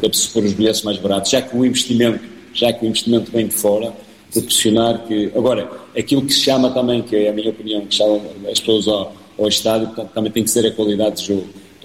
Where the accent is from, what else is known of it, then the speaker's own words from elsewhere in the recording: Paredes, Norte, Portugal; eu sou natural de Paredes